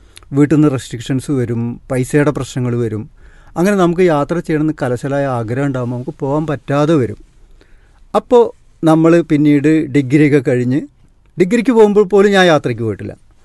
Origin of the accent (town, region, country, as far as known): Angadipuram, Kerala, India